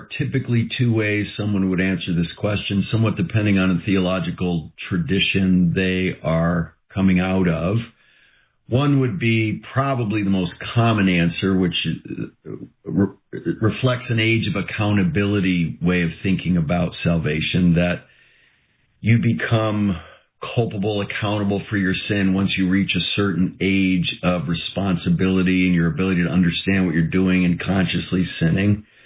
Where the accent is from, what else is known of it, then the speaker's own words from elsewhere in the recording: Connecticut, United States; now in La Mirada, United States; I am originally from Connecticut